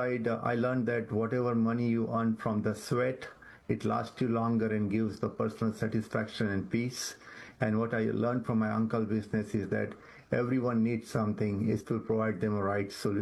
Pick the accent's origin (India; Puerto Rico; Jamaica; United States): India; Mumbai, Maharashtra; moved away; I'm beautiful city, Mumbai, India, and I'm the youngest one in four.